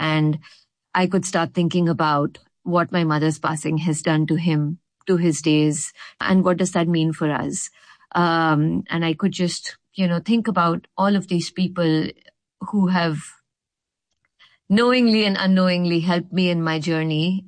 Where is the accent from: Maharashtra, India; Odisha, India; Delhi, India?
Maharashtra, India; Mumbai; moved away as an adult; now in San Francisco, United States; when I turned 30, I moved away from Bombay and came to San Francisco to study poetry in an MFA program at the University of San Francisco